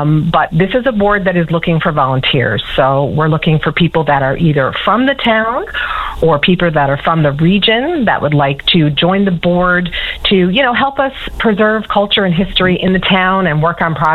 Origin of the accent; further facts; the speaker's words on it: Harbour Grace, Newfoundland and Labrador, Canada; I'm originally from Harbor Grace, and when my father passed away, last year, I decided to put my name forward and volunteer.